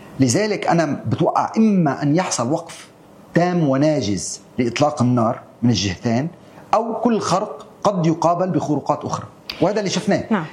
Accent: Lebanon; نحن كلبنانيين ما كان لنا علاقة بالحرب

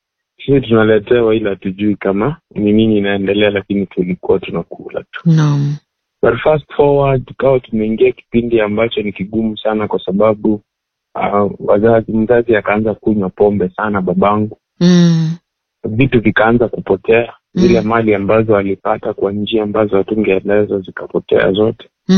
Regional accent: Kisii, Kisii County, Kenya; born there; Ila, mimi nimezaliwa pale Kisii. Nimezaliwa Kisii, lakini sikuzaliwa kwa familia ambayo inamjua Mungu.

